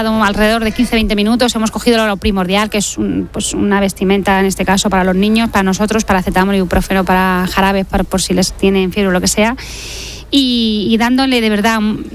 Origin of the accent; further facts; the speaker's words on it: Morocco; now in Aldea del Fresno, Spain; Hemos preparado unos dulces y unos crepes árabes típicos de Marruecos. Nosotros somos de allí y, como bien has comentado, llevamos 27 años, nos sentimos parte del puebl